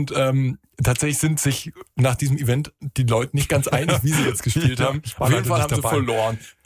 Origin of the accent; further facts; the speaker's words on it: Neu-Ulm, Bavaria, Germany; Ich komme ja aus Pfuhl, das ist ja ganz weit weg von hier gefühlt.